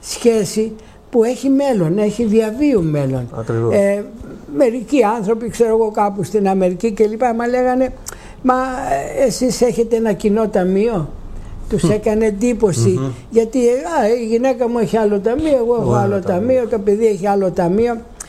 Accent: Greece; εμείς είμαστε Έλληνες

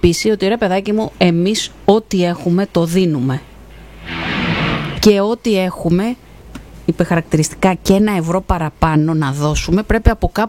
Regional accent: Greece; Δύσκολο σαν Έλληνες.

